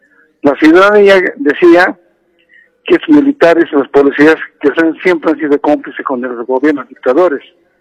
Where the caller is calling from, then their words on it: La Paz, Bolivia; desde La Paz